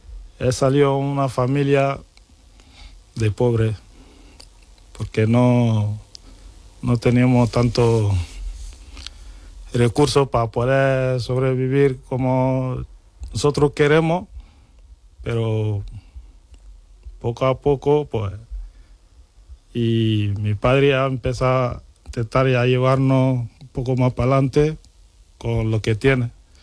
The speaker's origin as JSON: {"language": "Spanish", "country": "Mali", "lives_now": "Spain", "said": "Soy de Mali. Y llevo aquí desde 2002, febrero 2002, llevo aquí en España, particularmente Almería y Roqueta de Mar."}